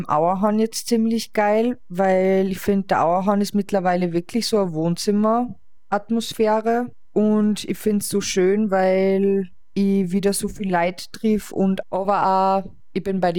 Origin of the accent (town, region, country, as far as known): Austria